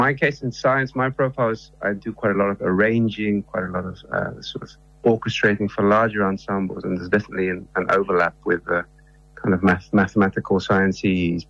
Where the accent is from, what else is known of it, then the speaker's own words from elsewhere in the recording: Spain; So I grew up in Spain. My mother's English, though, hence the accent.